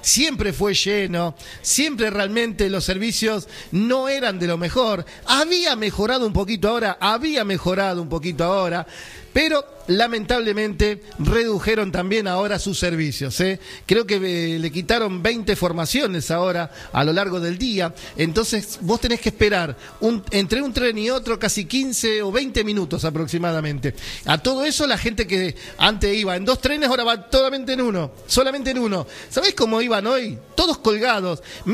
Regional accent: Boulogne, Buenos Aires Province, Argentina; Nosotros somos de Boulogne, pero venimos a trabajar acá

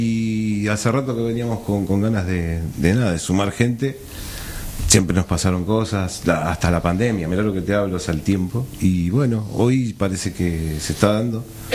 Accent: Hurlingham, Buenos Aires Province, Argentina; Soy de Hurlingham

